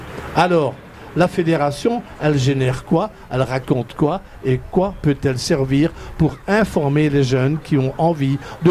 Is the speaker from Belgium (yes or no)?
yes; Liège, Wallonia, Belgium; accent: liégeois; J'ai l'accent liégeois